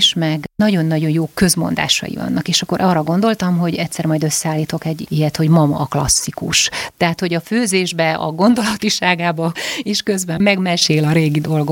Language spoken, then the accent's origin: Hungarian; Székely Land, Romania; now in Budapest, Hungary; én mesélek ugye az otthonomról, Székelyföldről